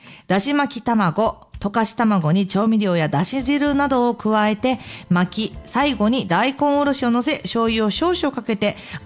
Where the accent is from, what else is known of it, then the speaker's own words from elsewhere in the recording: Kansai, Japan; 私はやっぱり関西人なんで